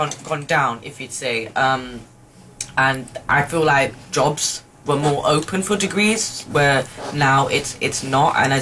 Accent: India; I'm Indian too, so I could do the accent.

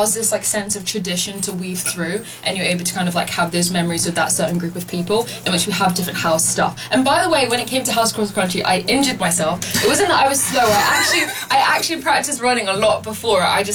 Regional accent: Luton, East of England, United Kingdom; I'm from Luton.

